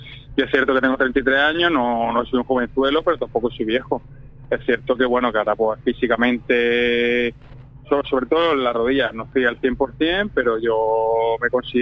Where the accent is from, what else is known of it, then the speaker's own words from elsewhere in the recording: Almería, Andalusia, Spain; moved away; intentar al baloncesto de mi tierra y poner a Almería en el mapa nacional del baloncesto